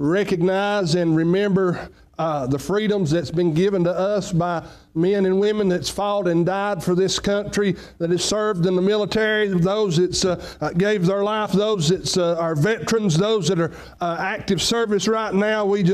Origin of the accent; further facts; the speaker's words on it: United States; as an American